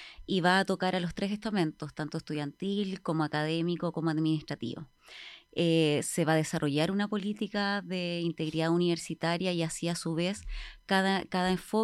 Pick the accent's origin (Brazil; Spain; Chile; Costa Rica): Chile; Valparaíso; moved away as an adult; Bueno, yo soy de Valparaíso. Nacida y criada en Valparaíso y después de la pandemia yo me vine al sur. De aventura, con ese sueño nortino me vine a buscar nuevos horizontes al sur.